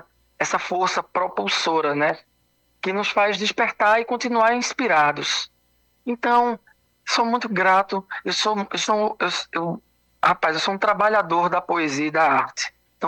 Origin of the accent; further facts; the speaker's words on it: Altinho, Pernambuco, Brazil; born there; e eu em Altinho, nasci em Altinho, né, no interior de Pernambuco.